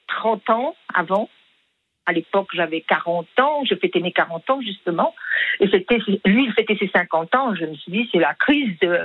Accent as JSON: {"language": "French", "country": "Switzerland", "said": "je viens de Suisse, c'est pour ça que je vais..."}